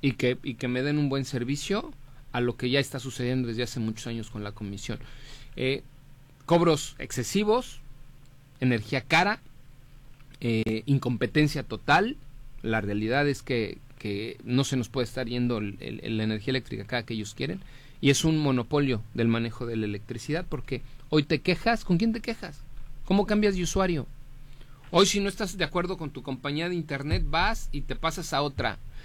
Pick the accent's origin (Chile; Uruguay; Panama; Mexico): Mexico; Eso quiere decir que hay un montón de porri, que somos muchos mexicanos.